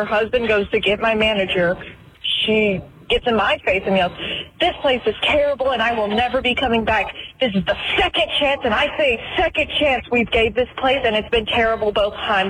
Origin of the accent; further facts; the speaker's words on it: Crestview, Florida, United States; I'm from Crestview, Florida, and I'm 17 years old.